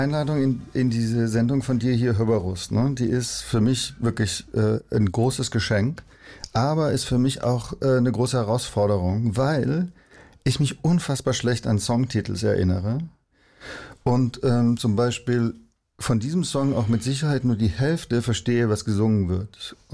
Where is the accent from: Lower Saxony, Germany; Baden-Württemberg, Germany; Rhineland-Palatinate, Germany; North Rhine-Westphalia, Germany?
Baden-Württemberg, Germany; Stuttgart; War Staatsanwalt und ist relativ früh nach Stuttgart versetzt worden. Und deswegen sind wir alle in Stuttgart aufgewachsen.